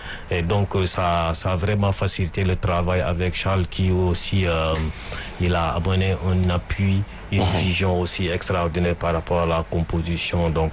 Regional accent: Kafountine, Ziguinchor, Senegal; now in Dakar, Senegal; je suis originaire de la Casamance, précisément de Kafountine. Ouais. Mais là, je suis établi à Dakar, ça fait maintenant quelques années.

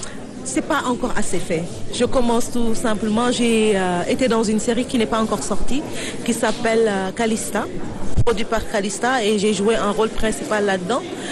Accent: Senegal; nous sommes Sénégalais

